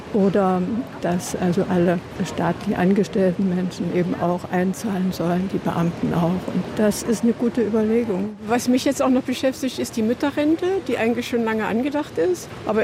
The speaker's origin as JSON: {"language": "German", "region": "East Germany", "country": "Germany", "said": "Also ich bin 85, während des Krieges geboren. Hauptsächlich die Frauen haben gearbeitet. Und ich stamme auch aus der DDR."}